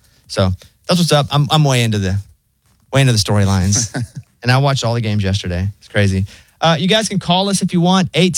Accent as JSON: {"language": "English", "region": "Arkansas", "country": "United States", "tie": "born or raised there", "said": "growing up in Arkansas, we're taught to hate the University of Texas."}